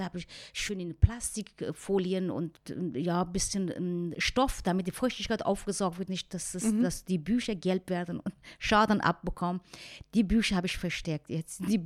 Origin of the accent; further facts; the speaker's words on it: Mashhad, Razavi Khorasan, Iran; moved away as an adult; Dann bin ich von Mashhad nach Teheran geflohen.